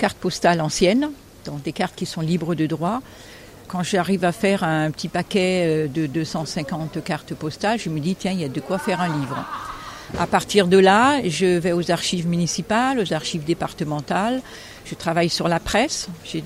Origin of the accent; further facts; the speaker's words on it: Toulon, Provence-Alpes-Côte d'Azur, France; born there; je suis née à Toulon